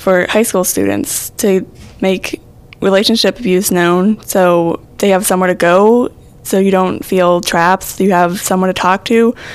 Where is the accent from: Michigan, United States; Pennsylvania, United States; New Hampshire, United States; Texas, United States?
Pennsylvania, United States; South Allegheny; I'm 16 from South Allegheny.